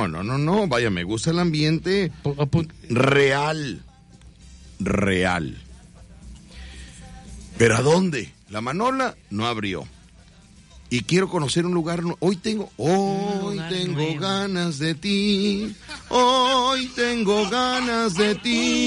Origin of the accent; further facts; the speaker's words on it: Mexico City, Mexico; born there; Pero yo soy de La Lagunilla, mi barrio.